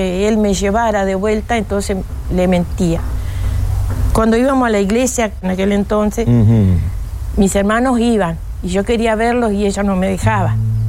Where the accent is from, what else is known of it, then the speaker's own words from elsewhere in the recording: Santa Fe, Argentina; De Santa Fe, uh-huh. Un pueblito que se llamaba Musi.